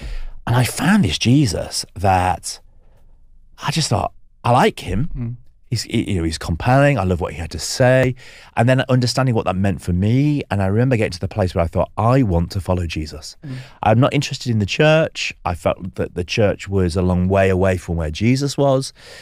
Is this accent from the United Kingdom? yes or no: yes; Yorkshire and the Humber, United Kingdom; I grew up in West Yorkshire in a mining town. Really spent a lot of time with my grandparents on the local council estate.